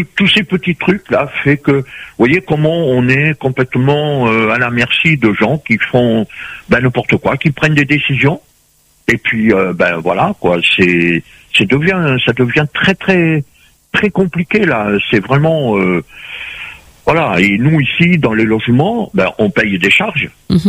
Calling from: Paris, Île-de-France, France; Moi, je suis à côté entre les buttes de Chaumont et la porte de la Villette.

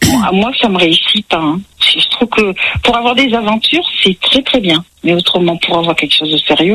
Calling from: Clermont-Ferrand, Auvergne-Rhône-Alpes, France; c'est une grande ville, oui, oui. J'habite à Clermont-Ferrand, en plus.

